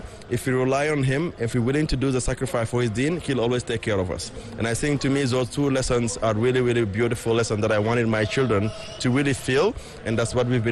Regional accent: Senegal; English is a second language; also born or lived in United Kingdom / United States; now in London, United Kingdom; I was born and raised in Senegal, but I spent most of my life between the UK and the United States. I currently live between London and Dakar. My family is based here in Senegal, but I work in London.

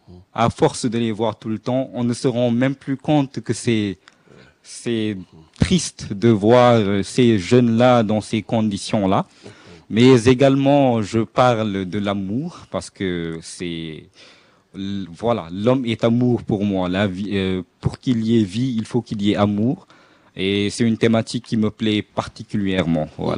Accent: Senegal; je parle du Sénégal, qui est ma patrie, bien sûr.

